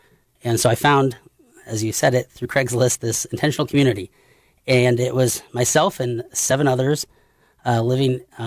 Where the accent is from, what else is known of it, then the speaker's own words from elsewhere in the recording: Norfolk, Nebraska, United States; now in Omaha, United States; I'm a lifelong Nebraskan. I was born in Norfolk, Nebraska